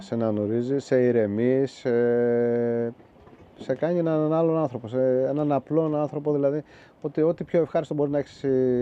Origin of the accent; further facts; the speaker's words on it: Methoni, Peloponnese, Greece; now in Kalamata, Greece; Γεννήθηκα, εντάξει, Καλαμάτα, μεγάλωσα Μεθόνη. Έφυγα από εδώ στα 18 μου, 19, πήγα Καλαμάτα, δραστηριοποιήθηκα επαγγελματικά. Οι γονείς μου υπήρχαν όμως στη Μεθόνη.